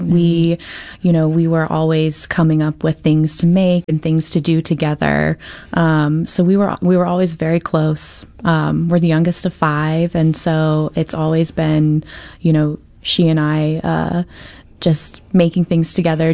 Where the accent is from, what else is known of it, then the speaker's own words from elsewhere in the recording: Apopka, Florida, United States; We grew up on Golden Gem Road in Apopka, Florida, and, you know, amongst the orange groves. We had a really fun childhood out there, and it was kind of out in the country.